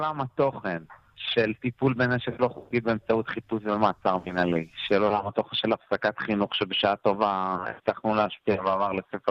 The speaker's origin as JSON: {"language": "Hebrew", "region": "Southern District", "country": "Israel", "said": "אצלנו בדרום"}